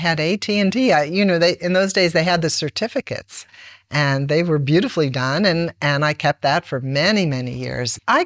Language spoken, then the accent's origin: English; Washington, District of Columbia, United States; I grew up in a family of a mother and a grandmother, a working mom. I grew up in Washington, D.C.